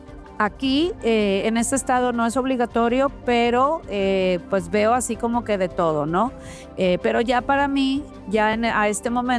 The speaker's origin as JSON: {"language": "Spanish", "country": "Mexico", "also_born_or_lived": "Michigan / Ohio", "moved": "as an adult", "lives_now": "Missouri, United States", "said": "yo había andado toda la vida en bicicleta en México"}